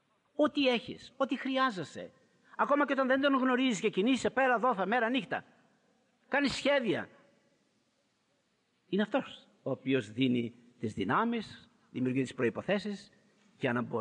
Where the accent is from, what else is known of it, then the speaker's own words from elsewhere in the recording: Greece; born there; Το ότι γεννηθήκαμε στην Ελλάδα δεν είναι και αυτό τυχαίο.